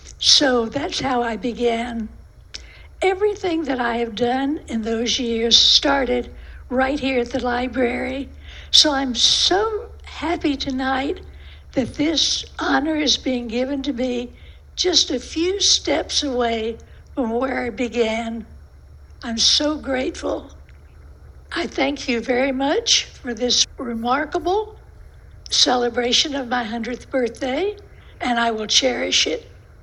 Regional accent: the South, United States; now in Salem, United States; I'm from the South.

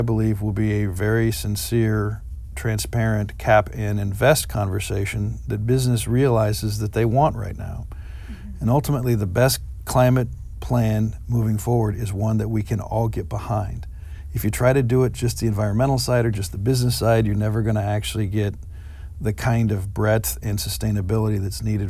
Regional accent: Monmouth, Oregon, United States; I live on Main Street in Monmouth. I was raised in this community, went to school in this community

